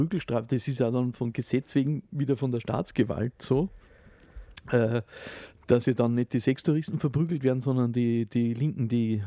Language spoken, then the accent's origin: German; Upper Austria, Austria; Ich als Oberösterreicher muss das jetzt noch bringen.